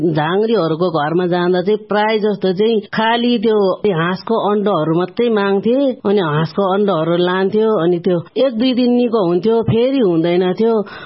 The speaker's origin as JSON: {"language": "Nepali", "area": "Lisyang, Sindhupalchok", "region": "Bagmati", "country": "Nepal", "said": "अनि मेरो घर चाहिँ लिस्याङको हो, सिन्धुपाल्चोक लिस्याङको। अनि मेरो सन्तानहरू चाहिँ सबै बुद्धिस्ट हो, के अरे लामाहरू हो, अनि म पनि लामाको छोरी हो।"}